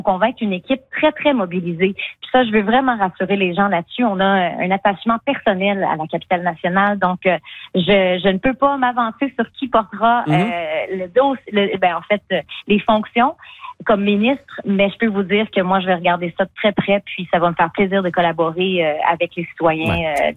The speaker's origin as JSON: {"language": "French", "region": "Quebec", "country": "Canada", "said": "Moi, j'ai étudié à l'Université Laval, j'ai fait mon bac là, puis on est beaucoup de Gaspésiens, en fait, à s'être installés même."}